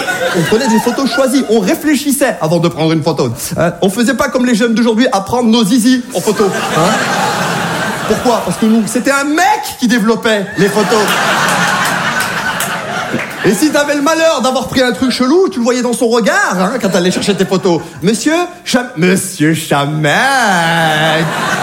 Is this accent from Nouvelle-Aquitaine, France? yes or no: no; Saint-Étienne, Auvergne-Rhône-Alpes, France; Je parle des provinciaux parce que moi-même je suis de province, je viens de Saint-Étienne.